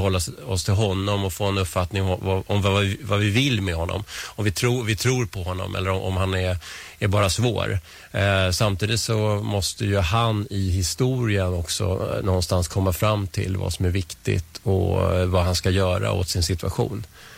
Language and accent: Swedish; Vällingby, Stockholm County, Sweden; also born or lived in Strängnäs; now in Nacka, Sweden; Jag kommer ju inte härifrån. Jag kommer från Vällingby från början. Och sen har jag bott i stan och jag har bott i Strängnäs då, som sagt. Men vi flyttade hit 2007